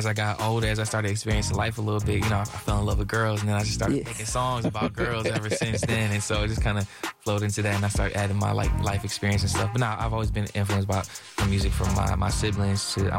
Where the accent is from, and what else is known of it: New Haven, Connecticut, United States; born there; also born or lived in Bridgeport